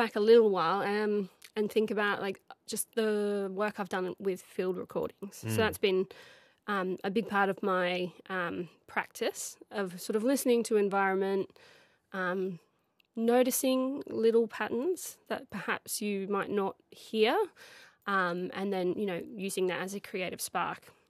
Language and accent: English; Queensland, Australia; So I am originally a Queenslander.